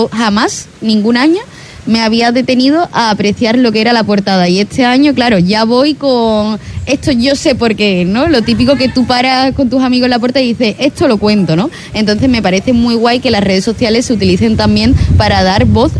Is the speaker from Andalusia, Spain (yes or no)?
yes; Huelva, Andalusia, Spain; como buena onubense que soy, de principios onubense